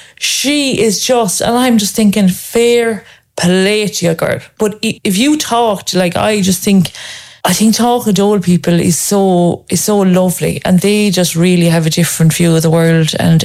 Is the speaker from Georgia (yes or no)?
no; Ireland; I don't think we laugh enough as Irish people anyway.